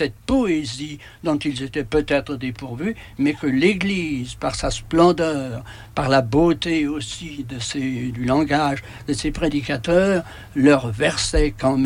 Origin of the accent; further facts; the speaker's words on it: Vinzel, Vaud, Switzerland; c'est-à-dire de mon pays natal Vinzel et de Saint-Laur où j'habite en ce moment, les gens pratiquaient la religion